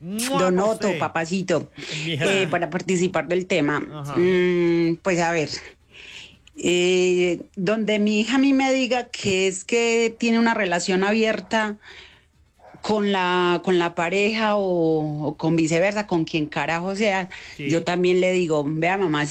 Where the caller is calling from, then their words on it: Medellín, Antioquia, Colombia; los escucho desde Robledo La Campiña